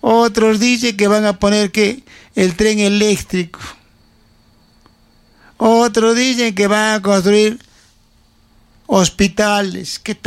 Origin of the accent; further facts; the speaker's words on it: Cusco, Peru; Como cusqueños o como peruanos necesitamos que Cusco siga siendo la palestra del fútbol a nivel internacional.